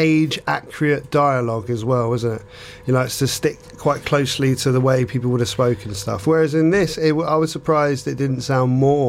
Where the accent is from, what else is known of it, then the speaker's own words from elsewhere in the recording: England, United Kingdom; I'm English